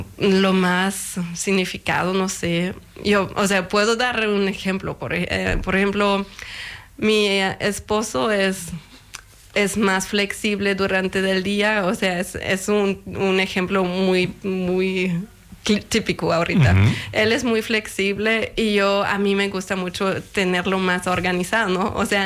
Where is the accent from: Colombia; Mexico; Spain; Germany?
Germany; Pues, o sea, para mí como alemana, en todas las fiestas hay una piñata que rompen los niños y salen los dulces, ¿no?